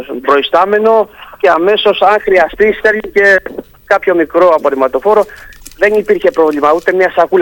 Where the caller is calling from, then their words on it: Kalamaki, Ionian Islands, Greece; Καλαμακίου, γιατί μένω εδώ δίπλα.